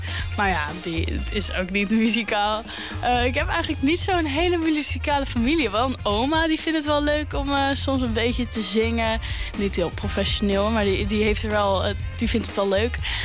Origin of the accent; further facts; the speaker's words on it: Pijnacker, South Holland, Netherlands; born there; also born or lived in Voorburg; In Den Haag ben ik in Voorburg opgegroeid. Nou ja, opgegroeid. Ik heb daar tot mijn 1 of 2 jaar gewoond of zo. Toen ben ik naar Pijnakker verhuisd. En dat zit precies in het midden van Rotterdam-Den Haag.